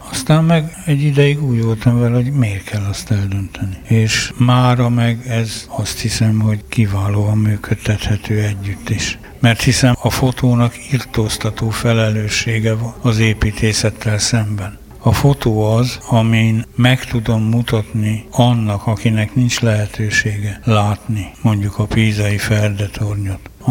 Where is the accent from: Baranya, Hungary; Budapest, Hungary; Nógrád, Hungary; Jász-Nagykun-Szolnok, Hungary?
Jász-Nagykun-Szolnok, Hungary; Jászberény; Jászberényi vagyok, és egy végtelenül túlburjánzó, szinte mintha tudta volna végső stádiumában lévő kert mellett ment el az ember.